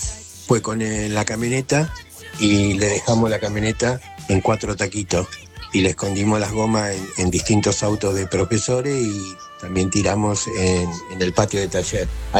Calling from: Buenos Aires, Argentina; soy de Lugano.

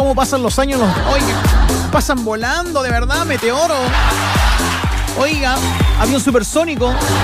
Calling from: Laguna Verde, Valparaíso, Chile; de Laguna Verde.

